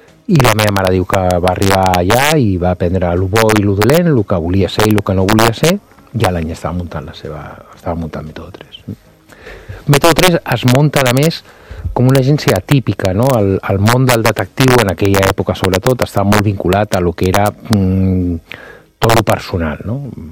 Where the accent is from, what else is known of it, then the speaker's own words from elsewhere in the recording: Barcelona, Catalonia, Spain; vinc d'una família de classe mitja alta de la ciutat de Barcelona, molt clàssica i molt típica, no?